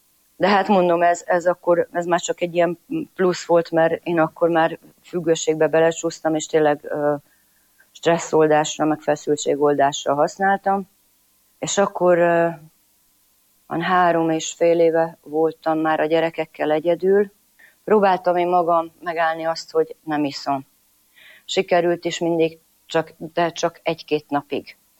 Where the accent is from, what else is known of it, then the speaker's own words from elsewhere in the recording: Szentpéterfa, Vas, Hungary; first language Croatian; Hungarian is a second language; Vas megyéből, egy horvát faluból származom, horvát az anyanyelvem. Szentpéterfa Szombathelytől egy olyan 25 kilométerre van. Egy teljesen normális katolikus családból származom.